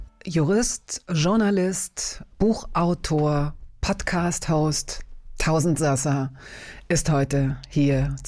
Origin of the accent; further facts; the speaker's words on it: Hanover, Lower Saxony, Germany; moved away; ich komme aus Hannover